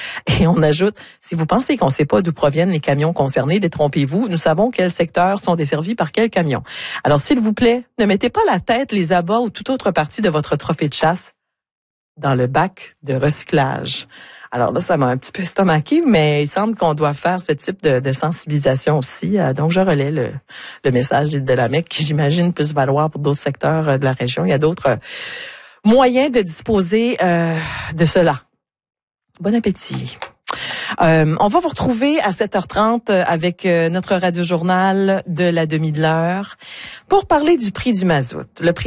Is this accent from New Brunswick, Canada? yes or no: yes; New Brunswick, Canada; Puis, je sais pas, pour vous, moi, j'ai grandi au Nouveau-Brunswick.